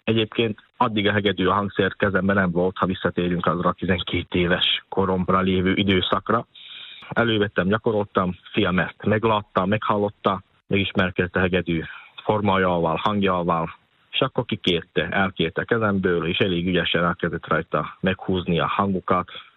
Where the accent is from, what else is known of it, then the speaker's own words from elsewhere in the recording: Gemer, Slovakia; Gömörben, félvidéken, zenész családból származom.